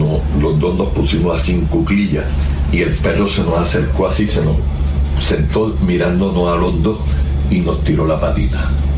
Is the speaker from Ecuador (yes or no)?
no; Puerto Nuevo, Puerto Rico; donde yo vivo ahora temporalmente, que es al lado de mi madre, donde yo me crié en Puerto Nuevo